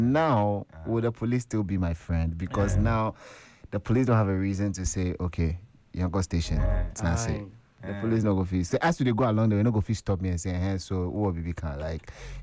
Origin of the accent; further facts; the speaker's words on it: Ghana; They say, are you a Ghanaian? I say, I'm a Ghanaian. They say, do you live in Ghana? I say, yeah.